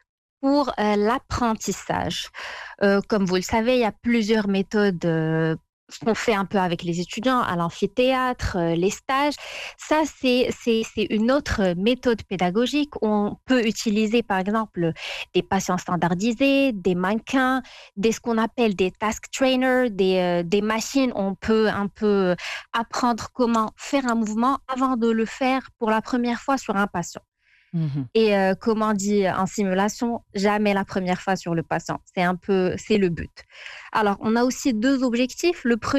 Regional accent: Fez, Fès-Meknès, Morocco; moved away as an adult; now in Dortmund, Germany; je suis originaire de Fès, effectivement, ma ville de cœur.

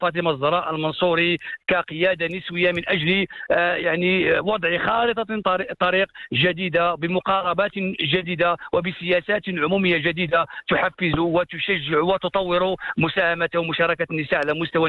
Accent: Morocco

